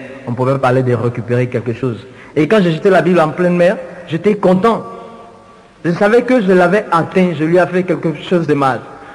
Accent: Abidjan, Côte d’Ivoire; je vais chez moi, à Abidjan.

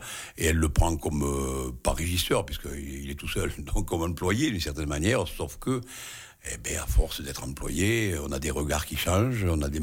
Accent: Béziers, Occitanie, France; moved away as an adult; now in Gajan, France; je ne suis pas natif de Gajan, mais moi je suis originaire de Béziers, de la région bitéroise, mais je suis arrivé à Gajan il y a 45 ans quasiment.

